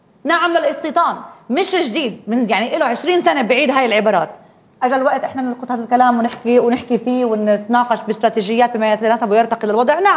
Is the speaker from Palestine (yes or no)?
yes; Palestine; أنا كفلسطيني